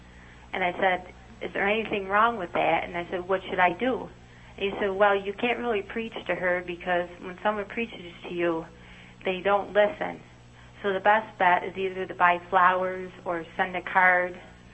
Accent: Frankfort, New York, United States; Frankfort, New York

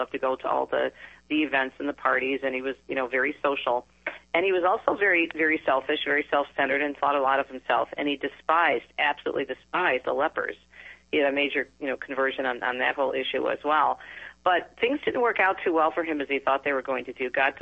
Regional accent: Detroit, Michigan, United States; you come back here to my hometown of Metro Detroit, and there's, you know, it's a very, very busy area

